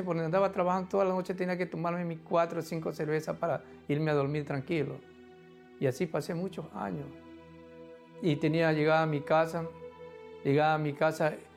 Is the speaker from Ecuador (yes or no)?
yes; Guayaquil, Guayas, Ecuador; porque yo aquí en Guayaquil me vine de muy pequeño, me vine del campo, me crié solo aquí en Guayaquil, viví solo